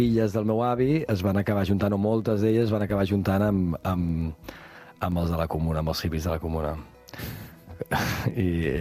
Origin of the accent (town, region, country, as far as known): Verges, Catalonia, Spain; born or raised there